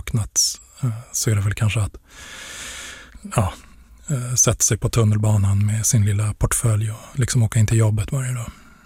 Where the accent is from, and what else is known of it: Stockholm, Stockholm County, Sweden; born or raised there